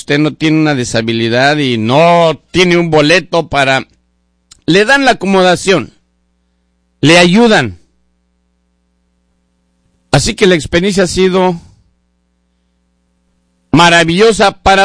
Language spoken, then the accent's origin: Spanish; Mexico; now in Seattle, United States; Yo soy mexicano y me siento muy orgulloso de serlo. Estoy muy agradecido con este país y con esta ciudad que me abrió las puertas y me ha dado muchas oportunidades.